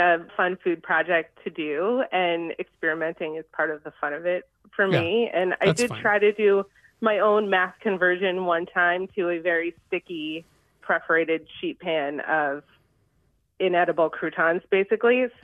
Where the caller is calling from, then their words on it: Winter Garden, Florida, United States; Winter Garden, Florida.